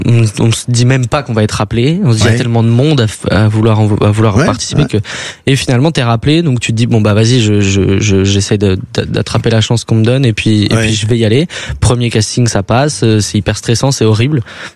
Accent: Brittany, France; moved away as an adult; now in Paris, France; Moi j'habite en Bretagne. Je suis du côté de Rennes, un peu plus. C'est à une heure de Rennes vraiment. Je suis pas très loin.

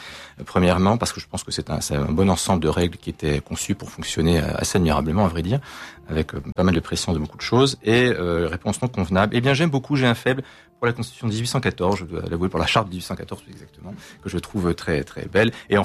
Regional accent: Toulouse, Occitanie, France; born there; je suis né à Toulouse

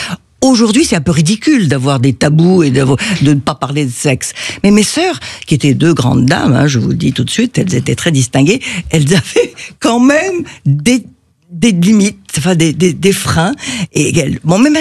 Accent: Rabat, Rabat-Salé-Kénitra, Morocco; born there; Il était ingénieur agronome, et c'est pour ça que je suis née au Maroc.

